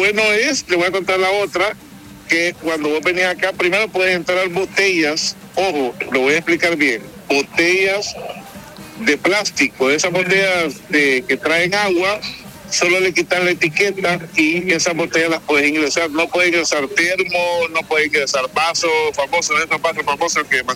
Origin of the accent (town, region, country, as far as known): El Salvador